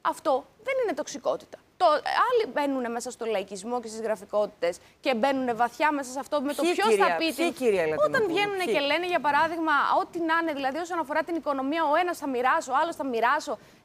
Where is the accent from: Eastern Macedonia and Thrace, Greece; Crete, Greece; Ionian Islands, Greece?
Eastern Macedonia and Thrace, Greece; Σίγουρα όμως θα είμαι στην πατρίδα μου στον Εύρο.